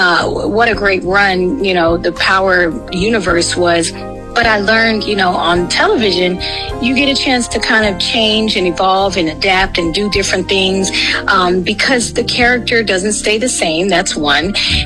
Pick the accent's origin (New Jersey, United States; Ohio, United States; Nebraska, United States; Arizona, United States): New Jersey, United States; East Orange; I'm from Jersey. Shout out to East Orange.